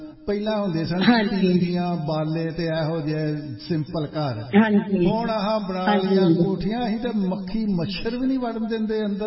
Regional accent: Punjab, India; ਸਾਡਾ ਜਿਹੜਾ ਪਿੰਡ ਹੈ ਨਾ, ਸਾਡਾ ਪਿੰਡ ਹੈ ਬਟਾਲੇ ਦੇ ਲਾਗੇ ਖਾਨੂੰ ਆਉਣ ਵਾਲੀ ਸੜਕ, ਉੱਥੇ ਟਿੱਬੇ ਹੁੰਦੇ ਸਨ

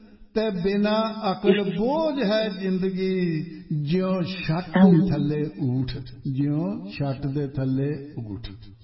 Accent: Punjab, India; ਸਾਡਾ ਜਿਹੜਾ ਪਿੰਡ ਹੈ ਨਾ, ਸਾਡਾ ਪਿੰਡ ਹੈ ਬਟਾਲੇ ਦੇ ਲਾਗੇ, ਕਾਨੂੰ ਆਉਣ ਵਾਲੀ ਸੜਕ, ਉੱਥੇ ਟਿੱਬੇ ਹੁੰਦੇ ਸਨ

